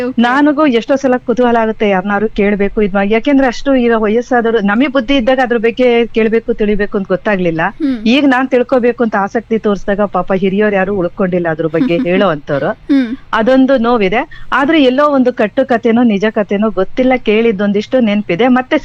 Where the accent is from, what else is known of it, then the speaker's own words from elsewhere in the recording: Shivamogga district, Karnataka, India; ನಮ್ಮ ಶಂಕರಘಟ್ಟಕ್ಕೆ ಬಂದು ಸ್ಥಾಪನೆ ಆಯ್ತು.